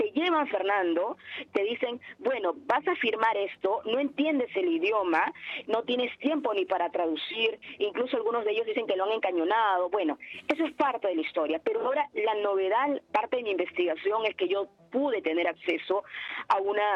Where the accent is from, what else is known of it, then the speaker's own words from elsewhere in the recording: Peru; Lo que le importa al Perú, y ese es mi punto de vista, es qué nos interesa a nosotros como peruanos.